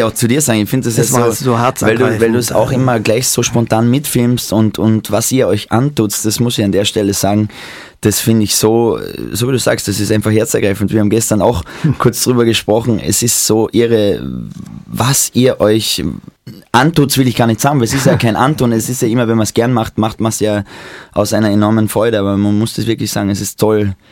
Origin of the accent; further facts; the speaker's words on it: Maria Saal, Carinthia, Austria; Das war nur zuerst ganz bei mir am Land, wo ich herkomme, in Mariasaal, also am Fuße von Magdalensberg, und dann in Klagenfurt und im Dezember.